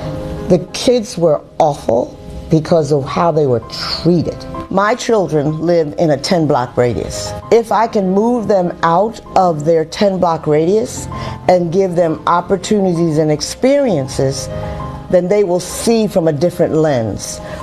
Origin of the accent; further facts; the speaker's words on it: Philadelphia, Pennsylvania, United States; born there; I was born in Philadelphia